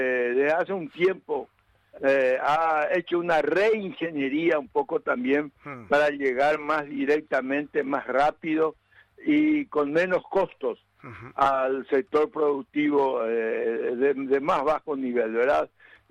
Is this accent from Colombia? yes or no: no; Paraguay; Como verdadero paraguayo que ama a su familia, que ama a su comunidad, que ama a su pueblo